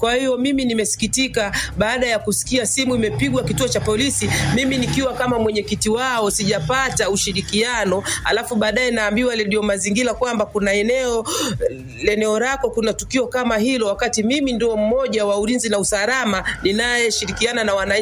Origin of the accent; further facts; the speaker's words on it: Bunda, Mara, Tanzania; natoka kata ya Bunda mjini, mtaa wa Nyerere.